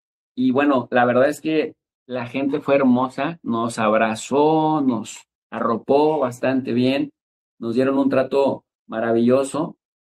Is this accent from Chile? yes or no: no; Mexico